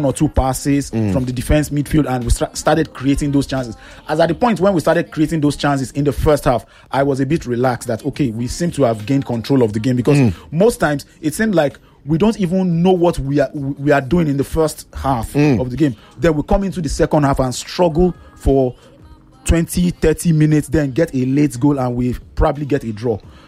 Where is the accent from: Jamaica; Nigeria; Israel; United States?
Nigeria; as a Nigerian